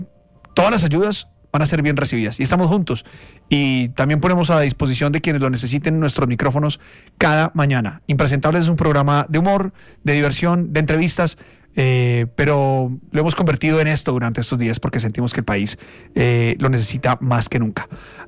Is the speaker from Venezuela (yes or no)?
no; Colombia; Ahora unámonos como colombianos